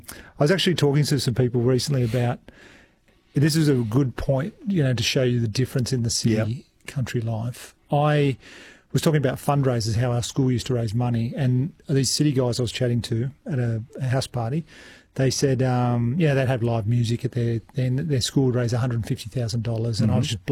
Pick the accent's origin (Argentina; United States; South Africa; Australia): Australia; Batemans Bay, New South Wales; Yeah, it was fantastic. Yeah. It was a beautiful part of the world, obviously. A lot of beach time.